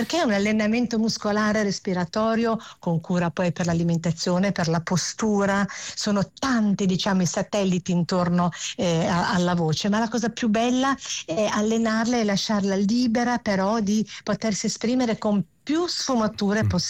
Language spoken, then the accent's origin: Italian; Liguria, Italy; siamo liguri.